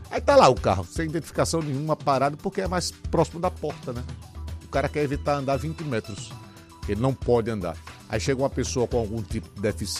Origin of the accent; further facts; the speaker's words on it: Maceió, Alagoas, Brazil; Eu sou de Maceió